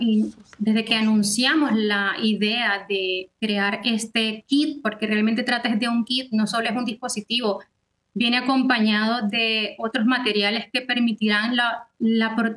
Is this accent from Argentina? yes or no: no; Venezuela; Somos madres, muchas de ellas somos venezolanas.